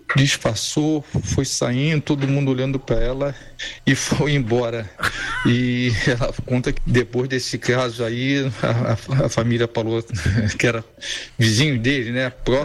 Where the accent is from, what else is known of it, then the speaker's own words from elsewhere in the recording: Rio de Janeiro, Brazil; sou aqui do Rio de Janeiro.